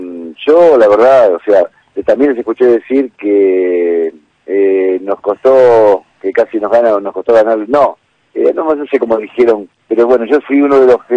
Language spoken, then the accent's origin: Spanish; Avellaneda, Buenos Aires Province, Argentina; born there; nací en el Hospital Fiorito, partido de Avellaneda.